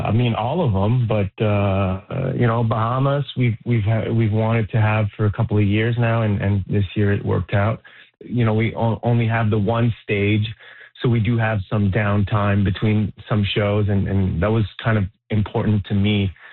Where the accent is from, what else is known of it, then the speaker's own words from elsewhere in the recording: Montreal, Quebec, Canada; now in Morin-Heights, Canada; I'm from Montreal, born and raised, and then we moved to Moreton Heights 17 years ago.